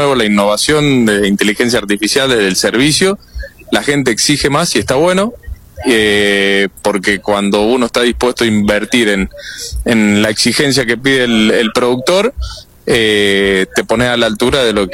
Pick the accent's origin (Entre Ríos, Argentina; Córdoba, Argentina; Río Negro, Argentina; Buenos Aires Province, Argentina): Córdoba, Argentina; Jovita; born there; yo soy de Jovita.